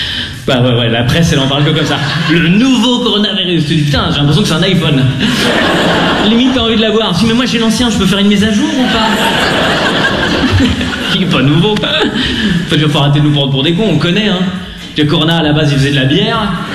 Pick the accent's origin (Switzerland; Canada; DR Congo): Switzerland; Lausanne, Vaud